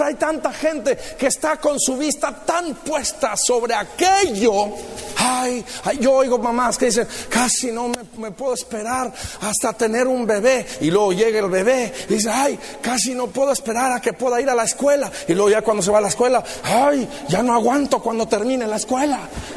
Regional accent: Mexico

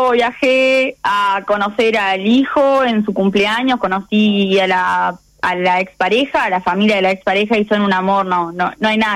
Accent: Maldonado, Uruguay; yo soy de Maldonado, nos conocemos acá

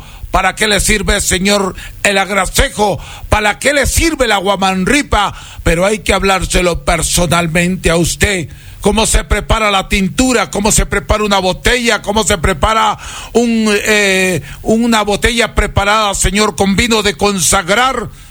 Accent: Huancabamba, Piura, Peru; moved away; yo soy peruano, huancabambino, y yo vengo, señor, de tierras lejanas

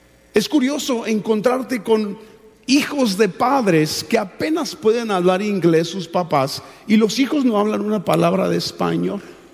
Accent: Mexico; moved away; En nuestro caso somos de México.

